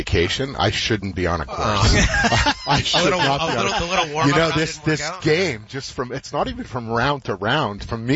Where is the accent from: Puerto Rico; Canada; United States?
Canada; Montreal, Quebec; Yes, I grew up in Montreal as a Habs fan